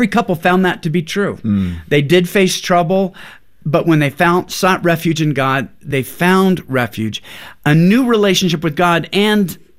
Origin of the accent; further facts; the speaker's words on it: Pacific Northwest, United States; We're from Pacific Northwest. The thought of a hurricane is terrible.